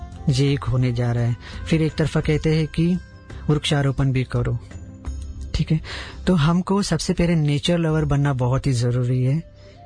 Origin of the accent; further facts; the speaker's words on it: Mumbai, Maharashtra, India; जैसे अभी मैं मुंबई से बिलोंग करते, तो मैं मुंबई के बारे में आपको बताना चाहता हूँ